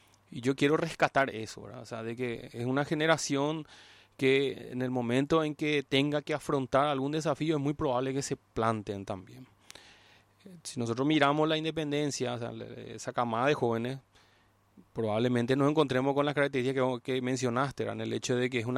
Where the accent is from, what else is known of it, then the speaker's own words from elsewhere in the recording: Paraguay; De nosotros como ciudadanos paraguayos